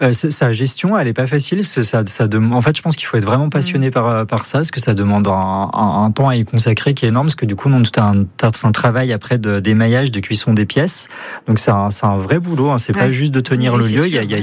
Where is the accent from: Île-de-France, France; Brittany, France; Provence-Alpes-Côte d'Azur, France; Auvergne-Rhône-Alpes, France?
Auvergne-Rhône-Alpes, France; Chambéry; born there; J'y suis né.